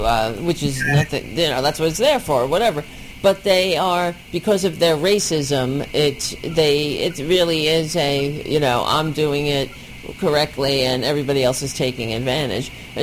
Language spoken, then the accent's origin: English; Staten Island, New York, United States; I grew up on Staten Island, and there, take it from me, there's a bunch of racists there.